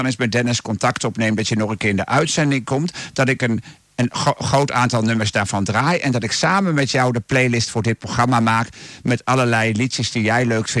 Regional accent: Deventer, Overijssel, Netherlands; Ik kom zelf uit Deventer en het is natuurlijk een stad. Maar het is ook wel weer een dorp aan zich.

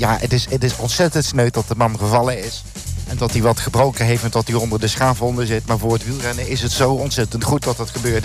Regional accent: Sittard, Limburg, Netherlands; born there; Ja, het clubje uit mijn geboortestad, Fortuna, dat wint dan weer van Groningen.

